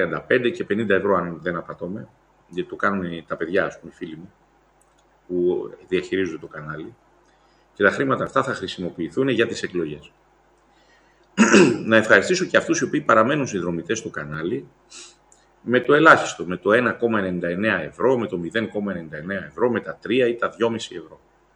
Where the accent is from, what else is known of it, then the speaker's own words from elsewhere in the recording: Epirus, Greece; moved away; Τα Γιάννενα είναι η πρωτεύουσα του νομού που είναι η πατρίδα μου.